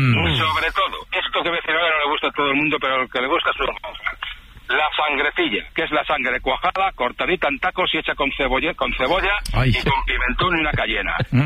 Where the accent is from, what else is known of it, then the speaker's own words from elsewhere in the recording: Valladolid, Castile and León, Spain; Yo soy de Valladolid, de capital, ¿vale? Generaciones.